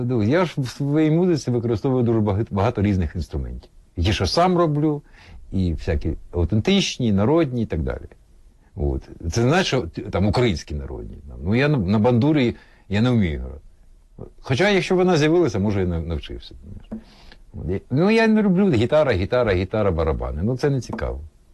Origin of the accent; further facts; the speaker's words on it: Kyiv, Ukraine; Я народився на Чкалово.